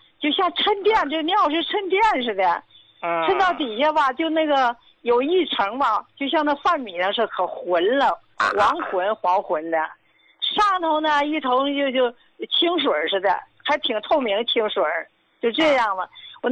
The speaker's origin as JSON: {"language": "Chinese", "town": "Qinhuangdao", "region": "Hebei", "country": "China", "said": "我是秦皇岛的。"}